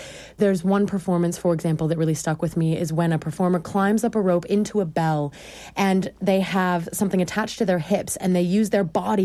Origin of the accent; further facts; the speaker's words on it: Salzburg, Austria; English is a second language; I am half Austrian and I come from Salzburg